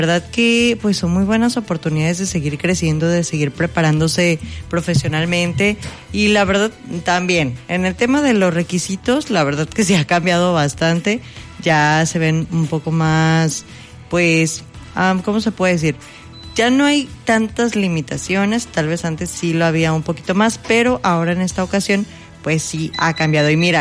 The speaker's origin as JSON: {"language": "Spanish", "country": "Mexico", "said": "los requisitos básicos que todos como mexicanas, mexicanos tenemos"}